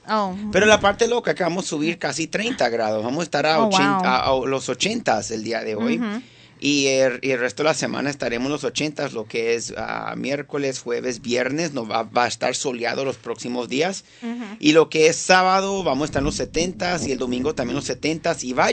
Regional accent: Venezuela; now in United States; Yo soy venezolano, americano ahora, porque sí, estoy parte de esta nación.

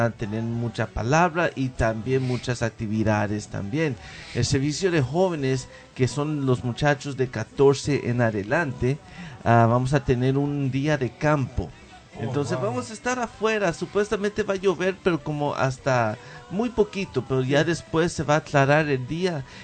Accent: Venezuela; now in Tennessee, United States; aún personas que no son de México, en mi caso yo soy de Venezuela

